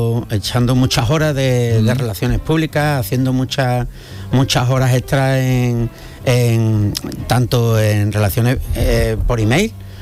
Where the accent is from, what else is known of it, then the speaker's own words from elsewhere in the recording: Spain; hay determinados sectores que no les gusta ver a los españoles allí, porque se creen que yo soy el bisnieto de Hernán Cortés o algo así